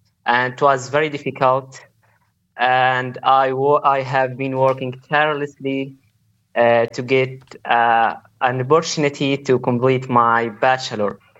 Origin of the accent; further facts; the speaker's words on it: Gaza, Gaza Strip, Palestine; English is a second language; I am 19 years old and I live in Gaza. I am a student from Gaza, and I want to tell you my story in short.